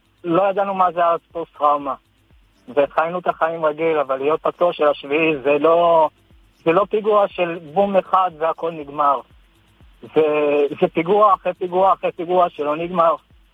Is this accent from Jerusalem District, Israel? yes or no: yes; Jerusalem, Jerusalem District, Israel; now in Azarya, Israel; אני יליד ירושלים, היום אני גר במושב עזריקה.